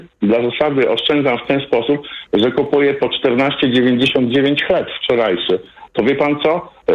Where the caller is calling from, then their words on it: Białystok, Podlaskie Voivodeship, Poland; z tej strony z Białegostoku.